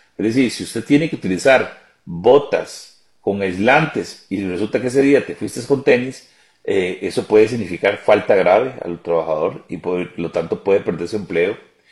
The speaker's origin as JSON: {"language": "Spanish", "country": "Costa Rica", "said": "nosotros como ticos, siempre estamos asegurados por el seguro social."}